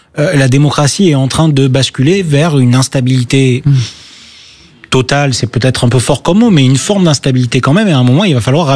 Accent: Marseille, Provence-Alpes-Côte d'Azur, France; Je suis Marseillais, donc Marseille

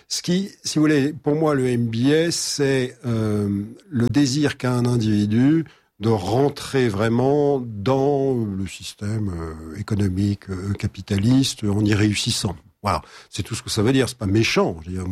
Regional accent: Paris, Île-de-France, France; born there; also born or lived in Savoie; Paris en ce qui me concerne, mais ma famille est savoyarde. Et donc j'ai une maison de famille en Savoie, nous avons toujours des attaches savoyardes très profondes depuis très longtemps.

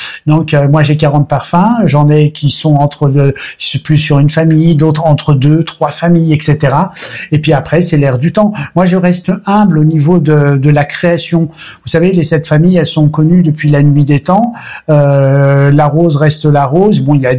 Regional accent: Toulon, Provence-Alpes-Côte d'Azur, France; now in Belgium; Et sinon, ben voilà, j'ai une enfance plutôt française. Je suis né à Toulon.

